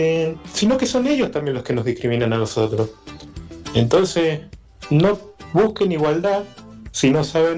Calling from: San Martín, Mendoza, Argentina; de San Martín, Mendoza.

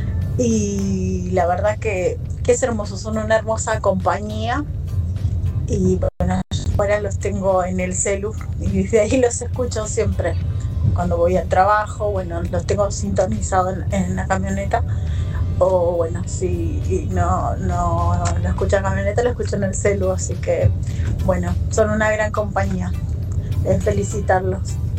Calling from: González Catán, Buenos Aires Province, Argentina; soy de González Catán.

